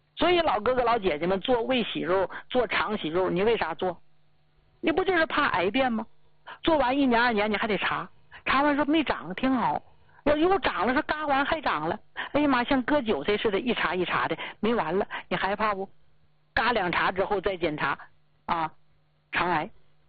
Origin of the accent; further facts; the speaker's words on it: Northeast China, China; 咱们东北人